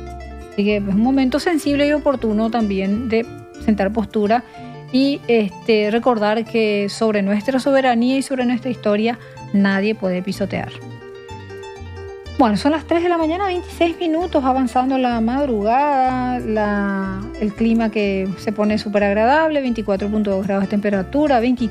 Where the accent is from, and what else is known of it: Paraguay